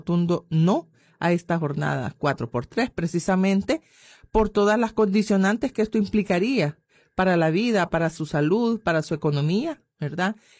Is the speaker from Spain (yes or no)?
no; El Salvador; como decimos en buen salvadoreño